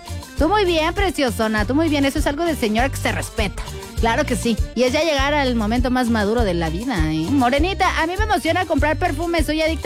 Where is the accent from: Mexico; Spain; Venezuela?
Mexico; uno anda ahí a las carreras, como todo mexicano, dejando las cosas pa'l final.